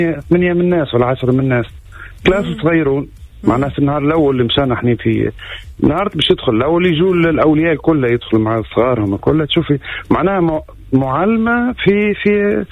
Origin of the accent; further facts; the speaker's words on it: Tunisia; now in Switzerland; أما الأصل من تونس معنا مش مولود في سويسرا